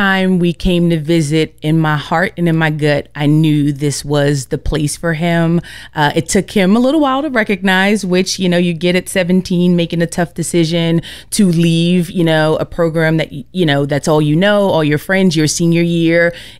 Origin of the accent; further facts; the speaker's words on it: Staten Island, New York, United States; also born or lived in Charlotte, North Carolina; now in Florida, United States; I am originally from Staten Island, New York. I lived in Charlotte, North Carolina for a while before coming to Florida, and we've been in Florida for the past 10 years.